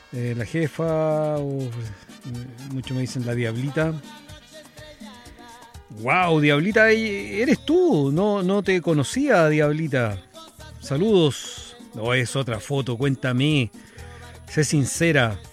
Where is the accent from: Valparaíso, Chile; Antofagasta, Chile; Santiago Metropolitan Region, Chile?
Santiago Metropolitan Region, Chile; Santiago; Yo soy de Santiago, Santiago Centro específicamente, que es como la zona del más antigua de Santiago, donde se fundó, ahí están los edificios más, más antiguos de la ciudad.